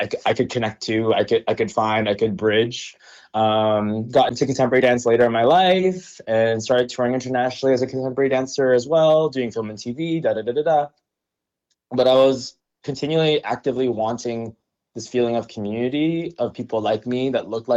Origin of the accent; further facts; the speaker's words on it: Philippines; So I got into breaking, of course, because I'm Filipino and that's what you do as a young Filipino boy, you go break dancing.